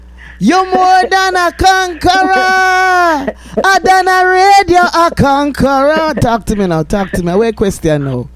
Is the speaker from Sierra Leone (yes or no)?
no; Jamaica; born there; I left England when I was around 6, 7. You know what I'm saying? So most of my life was spent in Jamaica.